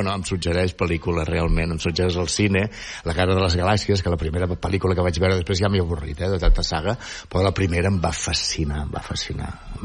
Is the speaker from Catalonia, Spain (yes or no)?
yes; Catalonia, Spain; com a catalans independentistes